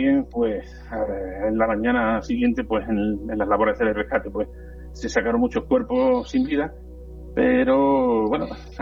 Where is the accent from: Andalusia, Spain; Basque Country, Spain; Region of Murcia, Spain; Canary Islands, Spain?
Andalusia, Spain; Cádiz; yo soy de Cádiz